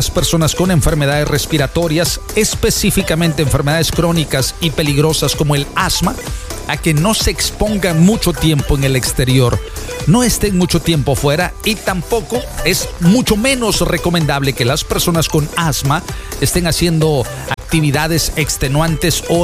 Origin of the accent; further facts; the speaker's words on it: Veracruz, Mexico; yo soy de oro, y yo soy jarocho.